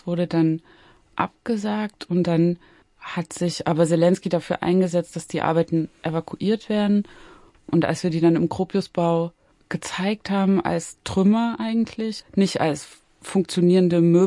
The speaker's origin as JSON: {"language": "German", "region": "East Germany", "country": "Germany", "tie": "born there", "said": "Ich bin gerade noch so in der DDR geboren, 84. 89, als die Mauer gefallen ist, war ich 5 Jahre alt."}